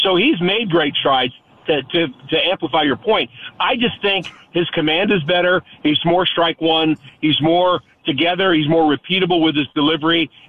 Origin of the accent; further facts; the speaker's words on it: New York, United States; I grew up in New York